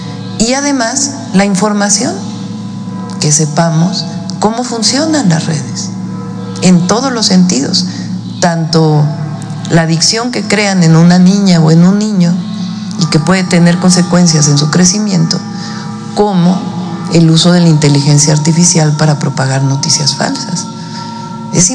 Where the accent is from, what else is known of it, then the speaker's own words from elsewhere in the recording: Mexico; como mexicanas y mexicanos